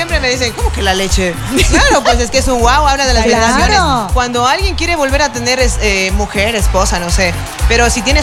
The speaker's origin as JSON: {"language": "Spanish", "country": "Ecuador", "said": "los ecuatorianos nos somos muy nostálgicos, pero nos gusta bailar."}